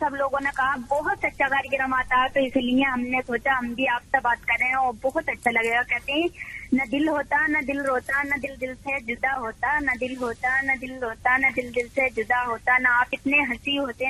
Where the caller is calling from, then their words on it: Rampur district, Uttar Pradesh, India; मैं जिला रामपुर ग्राम खंडिया एक मीनार वाली मस्जिद के पास था … आपसे बात कर रही हूँ।